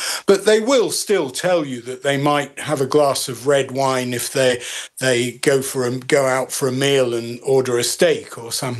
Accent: United Kingdom; Well, you know, I am a Brit

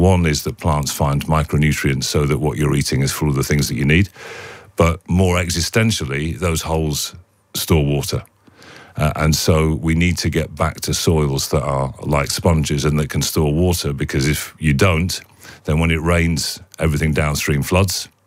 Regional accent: Barnsley, Yorkshire and the Humber, United Kingdom; I'm from Barnsley, and I grew up in Barnsley when the mines were just about still open.

